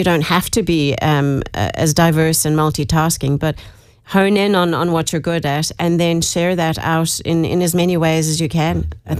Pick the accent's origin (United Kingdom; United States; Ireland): Ireland; Dublin, Leinster; also born or lived in South Africa / Botswana; now in Mayo, Ireland; I'm originally from Dublin. Lived in South Africa for a long time.